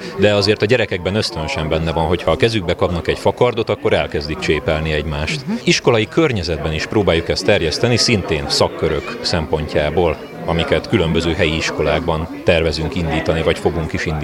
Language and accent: Hungarian; Hungary; Én itt születtem, itt nőttem fel, sosem vonzott, hogy elhagyjam az országot.